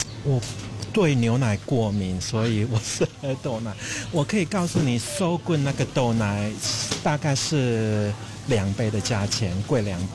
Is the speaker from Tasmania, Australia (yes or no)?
yes; Tasmania, Australia; 我是从塔斯马尼亚来的，我在塔州有自己种菜，在这里热带气候种菜其实蛮困难